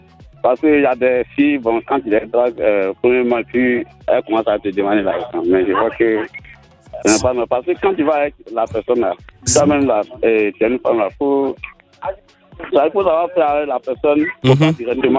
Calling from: Côte d’Ivoire; j'appelle de Kossangi.

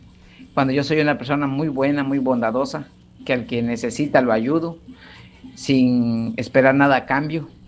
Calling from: Raudales, Mexico; como soy un simplemente ejidatario en mi pueblo y acá en Raudales

